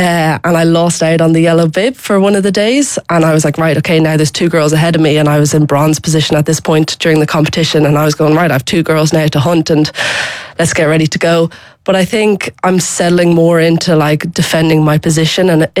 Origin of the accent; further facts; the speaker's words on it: Leinster, Ireland; also born or lived in Howth / Dún Laoghaire; how nice Dublin Bay can be and how the waters that I've grown up on